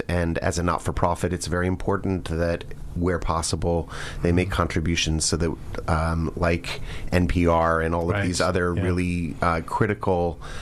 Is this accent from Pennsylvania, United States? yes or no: no; Jupiter, Florida, United States; moved away as an adult; I come from Jupiter. I went to Jupiter High School, and it is a great honor to return back to my hometown